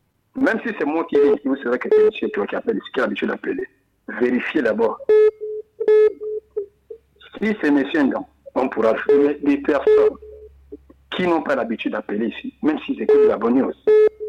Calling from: Booué, Ogooué-Ivindo, Gabon; Même chez moi, à Boué

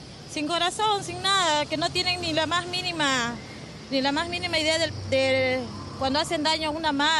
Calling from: San Juan de Lurigancho, Lima, Peru; Yo vengo de San Juan del Lurigancho y no.

